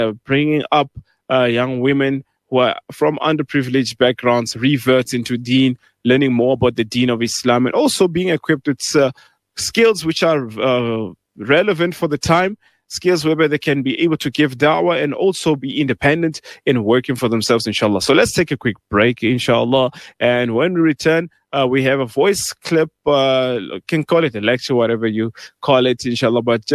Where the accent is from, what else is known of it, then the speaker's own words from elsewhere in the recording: Pretoria, Gauteng, South Africa; also born or lived in Laudium; now in Johannesburg, South Africa; originally I'm from Pretoria myself